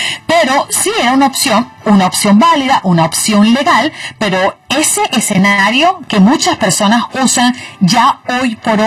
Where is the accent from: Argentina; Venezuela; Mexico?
Venezuela; moved away; en mi país yo hacía los operativos de las elecciones, porque en Venezuela se hacen elecciones todos los años.